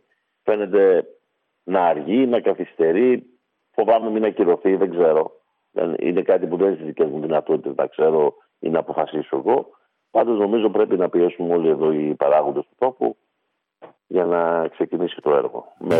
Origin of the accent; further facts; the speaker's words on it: Eastern Macedonia and Thrace, Greece; της περιοχής Καβάλας, που είναι έξω από την Καβάλα, το χωριό μου